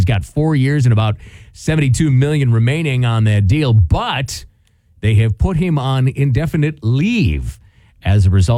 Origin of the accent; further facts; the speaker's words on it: Wisconsin, United States; he was pulled over for OWI back in my home state of Wisconsin.